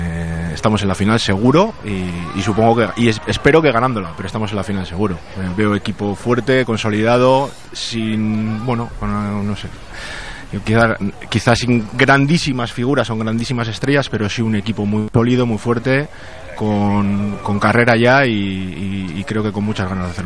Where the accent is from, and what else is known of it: Bilbao, Basque Country, Spain; moved away as an adult; now in Chattanooga, United States